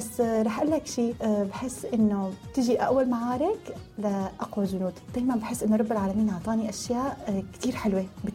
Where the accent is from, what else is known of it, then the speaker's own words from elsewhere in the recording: Syria; moved away; also born or lived in Dubai, United Arab Emirates; ونحن كسوريين محبوبين بالامارات. يعني انا عن تجربتي، انا سلا تجربتي شي 7 سنين تاركه، بس نحن كسوريين شعب محبوب بالامارات